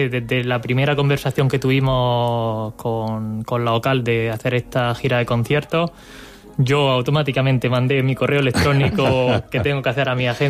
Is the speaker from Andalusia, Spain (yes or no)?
yes; Almería, Andalusia, Spain